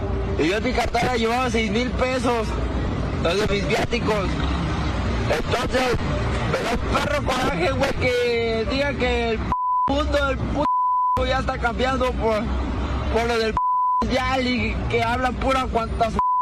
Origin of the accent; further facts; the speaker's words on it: Michoacán, Mexico; A mí me tocó una vez allá en mi pueblo en Michoacán.